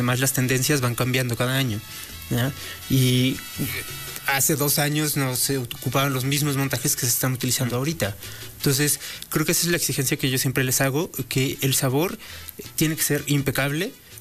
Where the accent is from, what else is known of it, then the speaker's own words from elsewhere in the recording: Puebla, Mexico; Yo vengo de la Sierra Poblana Mixteca, okay, o sea, muy cerca de Oaxaca.